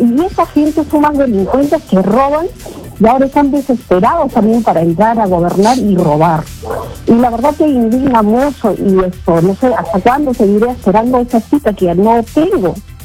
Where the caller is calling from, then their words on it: Peru; todos somos peruanos.